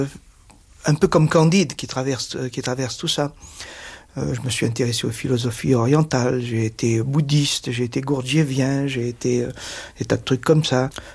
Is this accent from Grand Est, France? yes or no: no; Nice, Provence-Alpes-Côte d'Azur, France; born there